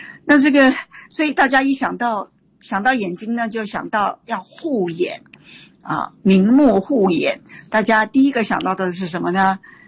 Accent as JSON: {"language": "Chinese", "country": "Taiwan", "said": "我们在台湾，我们台湾人啊，很糟糕的啊，从小很多人就四眼田鸡，而且近视率非常高啊。"}